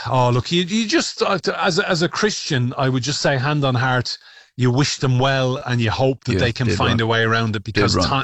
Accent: Ireland; Dubhling, Dove means black in our language.

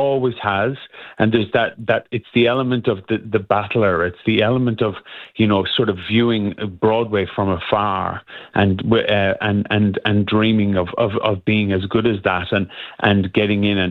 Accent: Longford, County Longford, Ireland; now in Melbourne, Australia; I'm from Longford in Ireland. So it's the very, very centre, the most central county of Ireland.

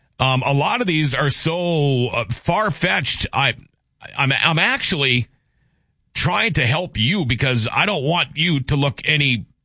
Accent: Minnesota, United States; you know, I'm a Minnesotan. You guys, I think, all know that. You know what I think of my government in Minnesota.

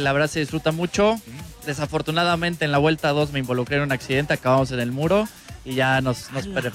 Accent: Brazil; moved away

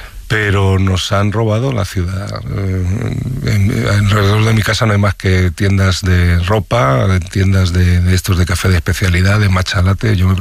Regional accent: Madrid, Community of Madrid, Spain; Yo soy muy urbanita, yo soy de Madrid, nunca tuve abuelitos con pueblo ni cosas de estas, soy muy urbanita.

